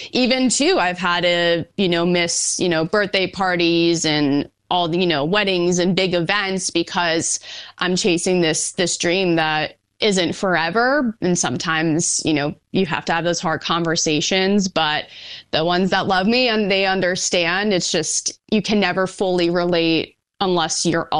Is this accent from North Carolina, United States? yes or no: no; New York, United States; I'm from New York, so U.S. Open is a special place to me, just in my backyard.